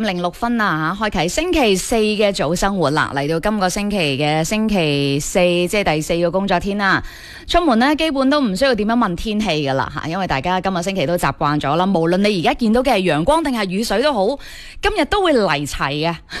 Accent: Guangdong, China; 我哋广东人生活喺本地

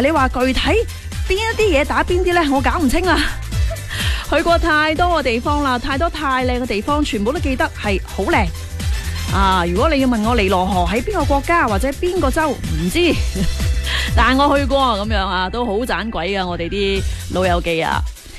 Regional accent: Zhuhai, Guangdong, China; 我嘅成长系喺珠海噶嘛，唔再讲乡下，我嘅家乡、我故乡喺珠海啊

